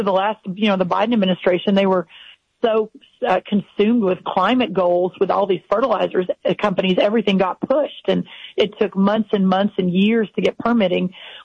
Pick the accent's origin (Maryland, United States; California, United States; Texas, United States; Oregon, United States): Texas, United States; and I'm from Texas, so for your southern listeners